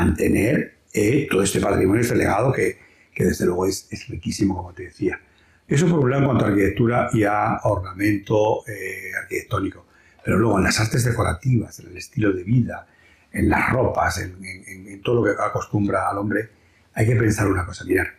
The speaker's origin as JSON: {"language": "Spanish", "town": "Toledo", "region": "Castilla-La Mancha", "country": "Spain", "said": "yo soy toledano"}